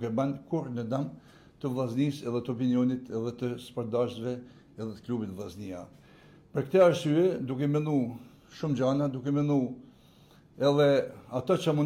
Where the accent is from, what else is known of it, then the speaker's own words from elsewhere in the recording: Shkodër, Shkodër County, Albania; jam shkodran